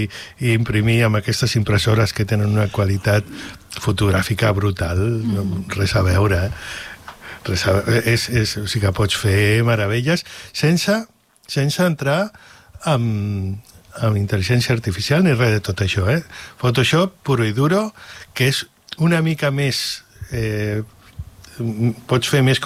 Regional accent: El Papiol, Catalonia, Spain; amb els fotògrafs que som del Papiol

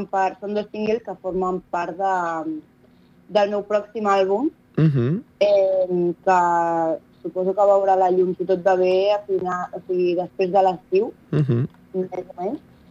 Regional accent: Terrassa, Catalonia, Spain; sóc de Terrassa i sóc cantant i artista emergent.

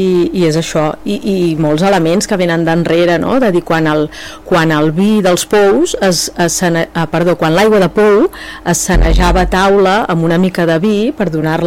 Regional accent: Palà de Torroella, Catalonia, Spain; born there; Jo havia fet la verema de nena aquí a Palà de Torroella en unes vinyes que manaven els meus avis

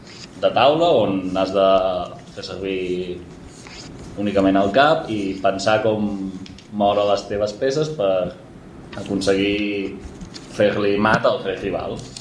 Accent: Arenys de Mar, Catalonia, Spain; sóc un noi d'Arenys de Mar

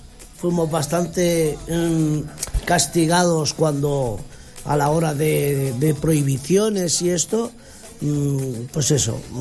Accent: Barcelona, Catalonia, Spain; Los que somos de allí, del Carmelo, conocemos bien el Parque Güell. Pues en mi caso era mi parque de recreo cuando era pequeño.

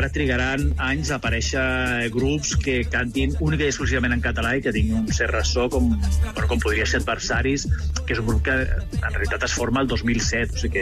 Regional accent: Catalonia, Spain; Jo no soc polac, jo soc català.

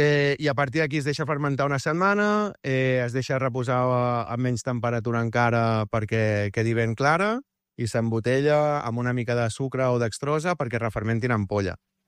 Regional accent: Arenys de Mar, Catalonia, Spain; Arenys de Mar, sempre. Capital de l'Almaresma.

